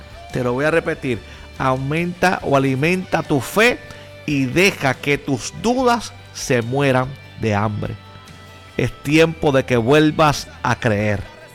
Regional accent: Puerto Rico; como decimos en Puerto Rico

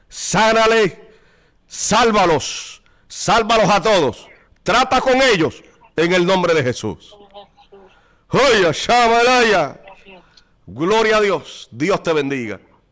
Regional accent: Cataño, Puerto Rico; oro por el pueblo de Cataño, por mi pueblo de forma especial.

